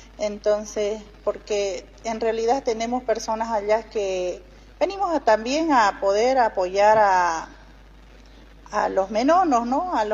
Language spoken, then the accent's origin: Spanish; Beni, Bolivia; soy presidenta del Comité Cívico del Carmen de Litene.